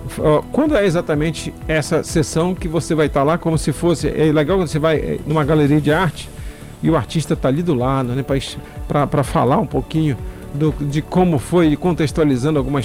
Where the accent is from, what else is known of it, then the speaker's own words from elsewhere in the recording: Serra do Navio, Amapá, Brazil; eu sou natural de Serra do Navio, né?